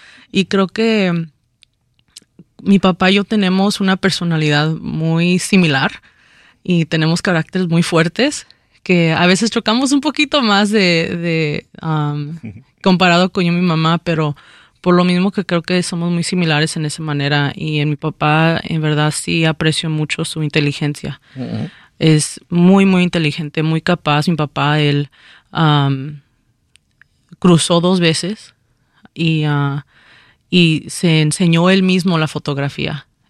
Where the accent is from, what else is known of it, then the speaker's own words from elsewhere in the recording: Chicago, Illinois, United States; porque nací en Back of the Yards, nací enfrente de, y viví enfrente de San José.